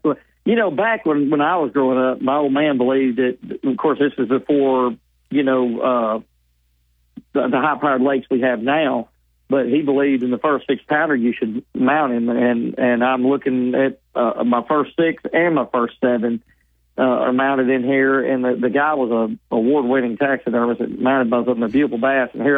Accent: Camden, Arkansas, United States; I grew up in Camden, Arkansas, and I graduated from Fairview, and where we grew up was a little area called Frenchport. And Frenchport Landing was 2 miles from the house.

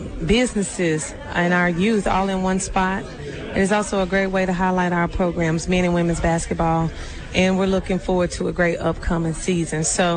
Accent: Arkansas, United States; I'm from Eastern Arkansas myself.

